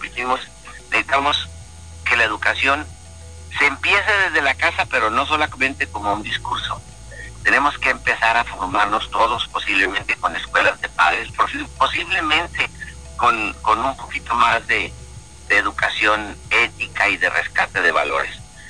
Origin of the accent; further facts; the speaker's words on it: Mexico; hemos estado perdiendo los núcleos familiares como mexicanos